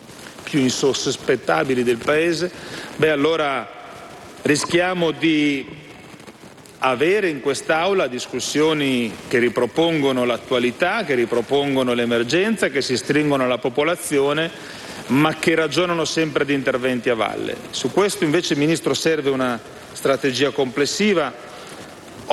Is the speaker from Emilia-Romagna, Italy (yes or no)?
yes; Emilia-Romagna, Italy; lo dico da emiliano che ha attraversato il terremoto dell'Emilia